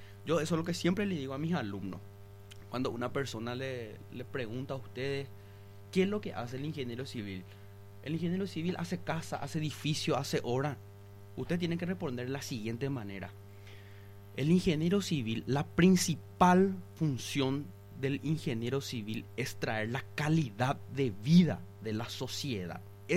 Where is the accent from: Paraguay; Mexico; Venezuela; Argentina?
Paraguay